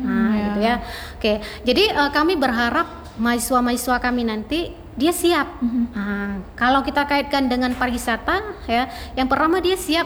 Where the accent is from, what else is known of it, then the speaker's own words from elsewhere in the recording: Aceh, Indonesia; kita tetap dengan identitas kita Aceh, kita tetap dengan karakteristik Aceh